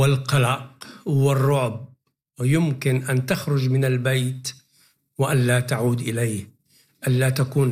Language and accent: Arabic; Syria